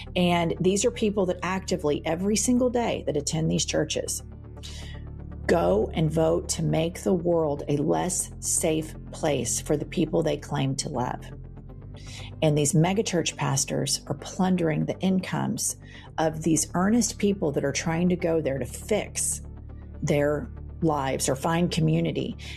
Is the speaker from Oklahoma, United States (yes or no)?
yes; Oklahoma City, Oklahoma, United States; my life growing up in Oklahoma City.